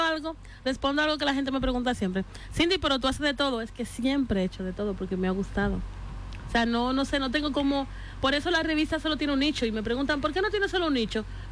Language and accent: Spanish; Villa Mella, Santo Domingo, Dominican Republic; Pues yo soy de Villamella, de Barrio Nuevo, de Villamella.